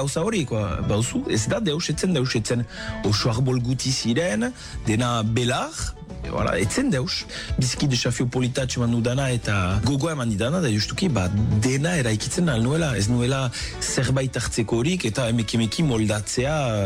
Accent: Bayonne, Nouvelle-Aquitaine, France; Azken finean, Baionakoa naiz, eta bo, garai batez barri izan dut urrundu Baionatik

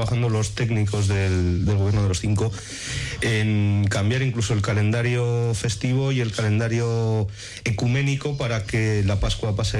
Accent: Salamanca, Castile and León, Spain; soy salmantino también, pero

